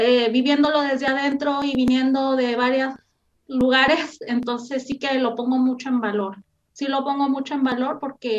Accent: Mexico; moved away as an adult; also born or lived in Barcelona; now in Chile; soy una mexicana que ha tenido la experiencia en México como música, en Barcelona como música y ahora en Chile

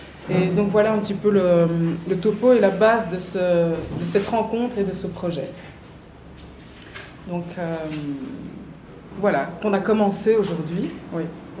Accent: Brussels, Belgium; Donc, nous, on vient de Bruxelles. Moi, je suis chanteuse, musicienne, et Manon, ici, est manager.

